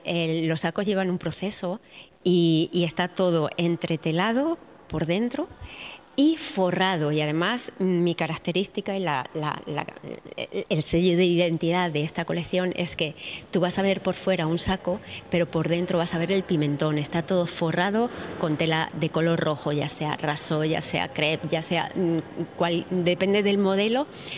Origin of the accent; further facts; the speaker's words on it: Extremadura, Spain; moved away; a mi tierra, al territorio y del territorio captar la esencia y esa esencia que llevo yo dentro por ser Verata